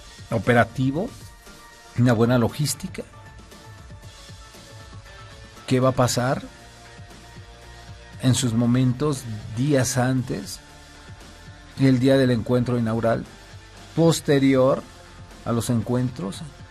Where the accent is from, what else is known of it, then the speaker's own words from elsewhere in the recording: Mexico; Nosotros como mexicanos